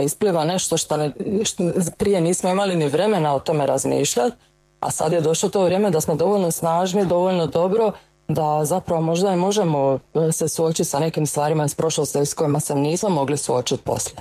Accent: Šibenik, Šibenik-Knin County, Croatia; moved away as an adult; also born or lived in Zagreb; now in Sydney, Australia; Ja sam inače iz Šibenika, a onda sam otišla studirati na Filozofski fakultet psihologije u Zagrebu, gdje sam to završila i počela raditi. I onda, eto, igrom slučaja zaljubila se u Sarajliju i odlučila krenuti za njim u Sydney i doći u Australiju

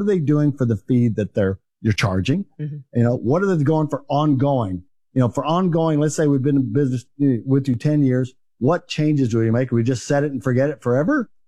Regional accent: Texas, United States; Well, I'm from North Texas, you know, and there's a lot of Hispanics here the whole time I've been growing up.

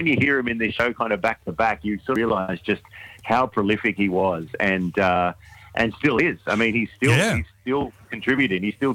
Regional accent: Wagga Wagga, New South Wales, Australia; it's always a pleasure to be back in regional Australia. I'm originally from Wagga Wagga, so the road to Goulburn is one I know very well.

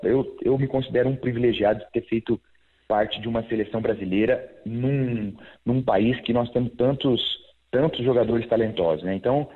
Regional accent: Brazil; nós, como brasileiros

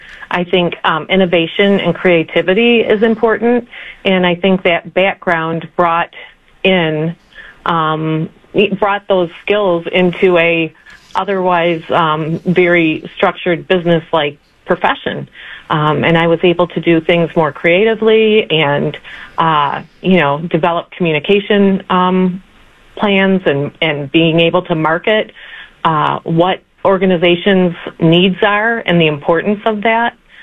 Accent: Michigan, United States; Well, you know, I grew up in Southeast Michigan

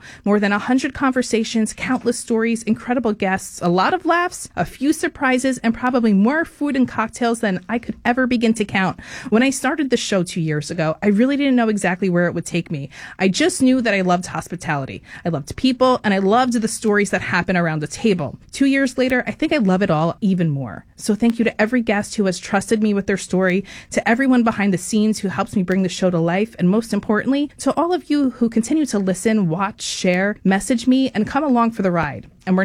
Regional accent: New Jersey, United States; because I come from Jersey

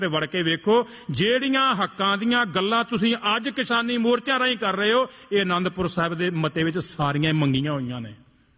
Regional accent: Punjab, India; ਪਿੰਡਾਂ ਦੇ ਅਸੀਂ ਉਸ ਇਲਾਕੇ ਦੇ ਹਾਂ ਜਿਨ੍ਹਾਂ ਇਲਾਕਿਆਂ ਵਾਸਤੇ ਤੁਹਾਡੇ ਕੰਨੀ ਇਹ ਕਹਾਵਤਾਂ ਪਈਆਂ ਨੇ ਵੀ 20-20 ਸਾਲ ਉਹਨਾਂ ਪਿੰਡਾਂ ਚੋਂ ਬਰਾਤਾਂ ਨਹੀਂ ਚੜੀਆਂ

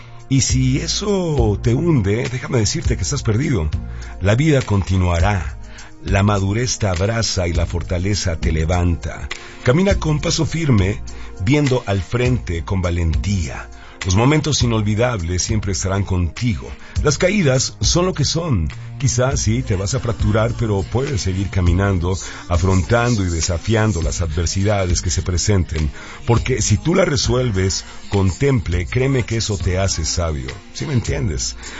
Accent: Mexico; todos nosotros, como mexicanos, somos los anfitriones

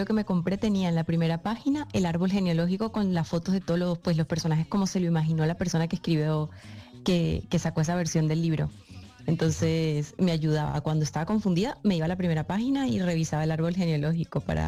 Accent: San Cristóbal, Táchira, Venezuela; accent: more Colombian than Venezuelan; now in Spain; yo soy de San Cristóbal, que es frontera con Colombia, con Cúcuta. Entonces, en Venezuela dicen que los de mi tierra somos más colombianos que venezolanos, porque pues todos los fines de semana yo me iba a Cúcuta, hablo más como colombiana que como venezolana

